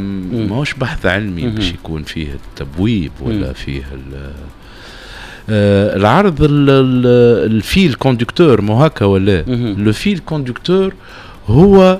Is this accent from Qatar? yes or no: no; Tunisia; احنا جزء من العالم تونس.